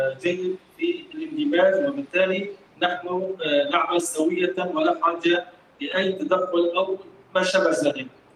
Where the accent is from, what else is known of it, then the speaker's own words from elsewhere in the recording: Afrin, Aleppo Governorate, Syria; now in Qamishli, Syria; انا من ابن عفرين